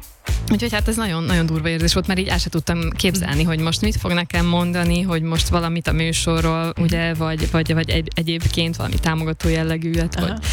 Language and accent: Hungarian; Serbia; now in Switzerland; akkor már Svájcban éltünk, és akkor nézegettem Svájcban is, hát Szerbiában is, hogy onnan származom